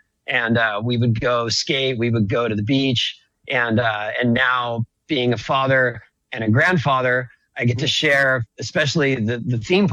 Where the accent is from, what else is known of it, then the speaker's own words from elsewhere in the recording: San Diego, California, United States; I grew up in San Diego